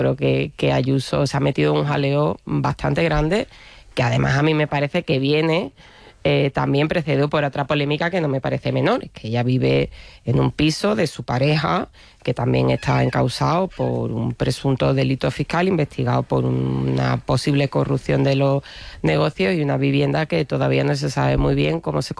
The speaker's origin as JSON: {"language": "Spanish", "region": "Andalusia", "country": "Spain"}